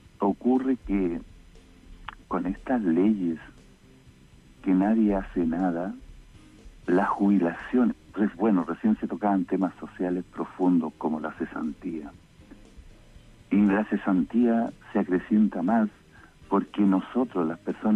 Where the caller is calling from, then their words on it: Maipú, Santiago Metropolitan Region, Chile; De Maipú, pues.